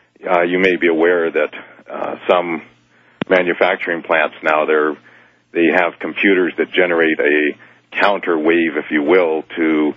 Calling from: Calgary, Alberta, Canada; I'm in Calgary, Alberta.

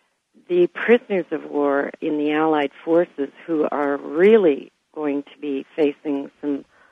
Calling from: London, Ontario, Canada; I'm calling from London, Ontario, listening to CJBK.

